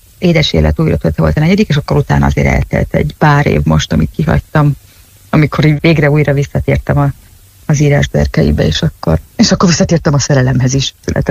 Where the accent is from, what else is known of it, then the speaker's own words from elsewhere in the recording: Hungary; first language Hungarian; moved away as an adult; now in Italy; alapvetően magyar vagyok, és 30 évig azért csak Magyarországon éltem